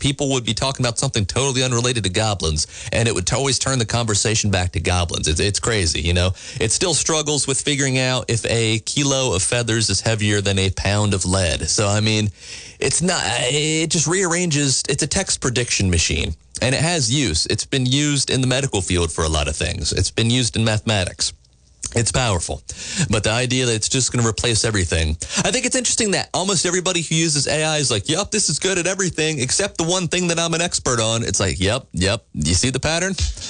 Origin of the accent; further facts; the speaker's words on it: Georgia, United States; because, you know, I am here in South Georgia in Bexley.